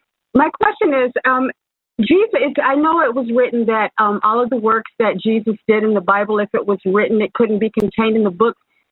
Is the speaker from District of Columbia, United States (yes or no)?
no; Macon, Georgia, United States; I'm from Macon, Georgia.